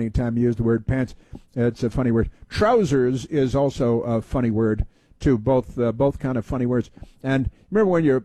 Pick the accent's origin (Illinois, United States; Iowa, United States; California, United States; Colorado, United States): Illinois, United States; Chicago; born or raised there